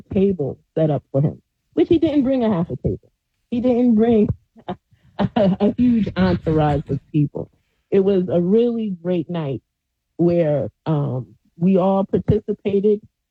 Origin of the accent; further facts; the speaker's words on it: Asbury Park, New Jersey, United States; I'm from Asbury Park.